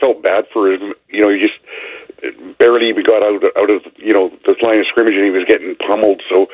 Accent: Canada; just being Canadian, I guess I'd be biased to see SGA win it.

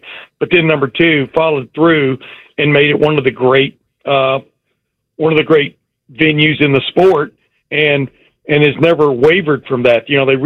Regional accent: Texas, United States; Pinehurst, because it reminds me of where I grew up in East Texas.

